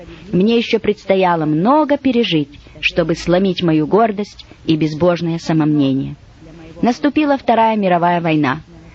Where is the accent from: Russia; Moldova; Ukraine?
Ukraine; Donbas; born there; Я родилась в России, в Донбассе, в тени дымящихся терриконов угольных шахт.